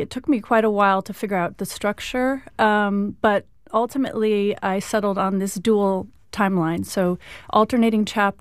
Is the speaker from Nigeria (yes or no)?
no; New York, United States; I grew up in New York, but San Diego is my ancestral homeland. My dad is from here.